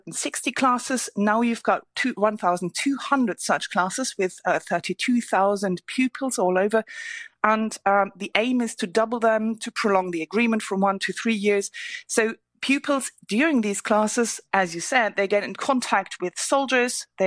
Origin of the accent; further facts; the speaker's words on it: Germany; When you look at other countries, you know, my home country, Germany, the spirit there is certainly quite different.